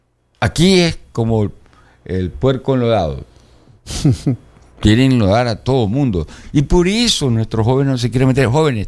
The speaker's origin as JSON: {"language": "Spanish", "region": "Manabí", "country": "Ecuador", "said": "yo soy manabita, pues"}